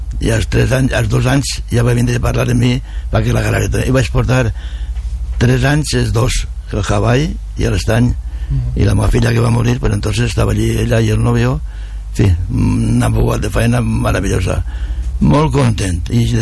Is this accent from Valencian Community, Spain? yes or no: yes; Moncofa, Valencian Community, Spain; also born or lived in La Vilavella; mon pare era de Vilavella, jo soc nascut en Vilavella també, i mon pare venia a treballar a la mar de Moncofa, i moratos, jo tenia 5 anys quan vaig vindre